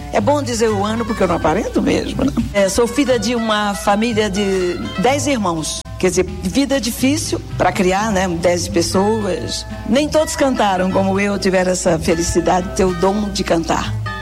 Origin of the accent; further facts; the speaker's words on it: Natal, Rio Grande do Norte, Brazil; Eu me criei no bairro do Tirol, eu ficava entre Tirol e Petrópolis, na rua, na Avenida Afonso Pena, número 517.